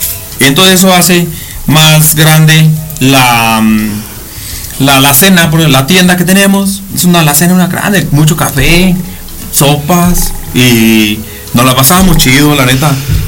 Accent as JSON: {"language": "Spanish", "country": "Mexico", "said": "es de todos los mexicanos, nada más mexicanos somos paisas."}